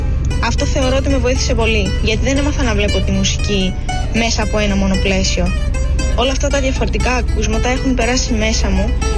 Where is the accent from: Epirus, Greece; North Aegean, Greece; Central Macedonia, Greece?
North Aegean, Greece; Inousses; Μεγάλωσα πολύ όμορφα στις Ινούσες, σε ένα περιβάλλον με πολύ ωραία ακούσματα, τόσο σμυρναϊκά όσο και λαϊκά.